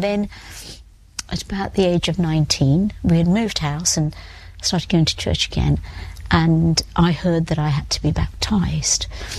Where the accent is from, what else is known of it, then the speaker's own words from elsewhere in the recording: United States; as an American, as a Christian, as a white person